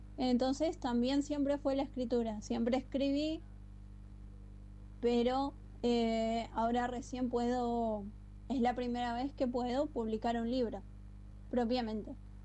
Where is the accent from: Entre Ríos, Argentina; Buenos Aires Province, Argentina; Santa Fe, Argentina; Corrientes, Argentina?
Corrientes, Argentina; born there; now in Río Grande, Argentina; hasta Corrientes, donde nací. Porque como muchos fueguinos, yo también soy de otro lado. Soy fueguina por adopción.